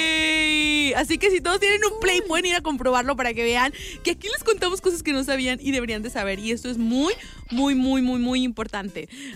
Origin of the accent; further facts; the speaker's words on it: León, Guanajuato, Mexico; ¿Sí creen que los leoneses tenemos el acento así cantadito de dice Alan que sabe?